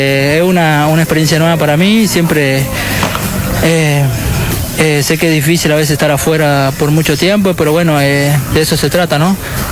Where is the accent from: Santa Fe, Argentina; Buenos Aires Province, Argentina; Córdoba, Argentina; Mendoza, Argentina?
Mendoza, Argentina; Chapanay; moved away; Soy de San Martín, Mendoza, vengo de un pueblo que se llama Chapanay